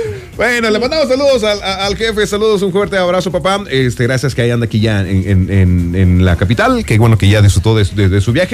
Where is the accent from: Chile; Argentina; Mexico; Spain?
Mexico; Sí, soy de San Luis.